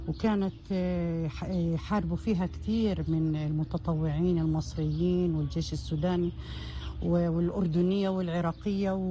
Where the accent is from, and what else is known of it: Beit Safafa, Jerusalem, Palestine